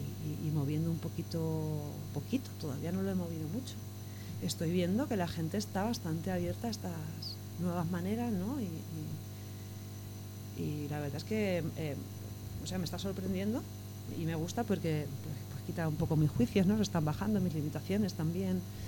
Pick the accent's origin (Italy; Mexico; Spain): Spain; Miguel Turra, Castilla-La Mancha; moved away as an adult; Yo soy de Miguel Turra, ¿no? Como de volver a mi tierra, a mi familia, amigos